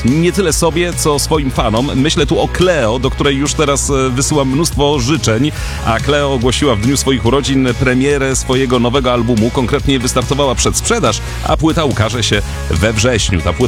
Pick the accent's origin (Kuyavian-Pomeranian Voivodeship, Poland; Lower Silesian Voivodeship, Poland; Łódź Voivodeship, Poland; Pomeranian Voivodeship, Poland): Łódź Voivodeship, Poland; Łódź; Ja w centrum Łodzi się wychowywałam na podwórku.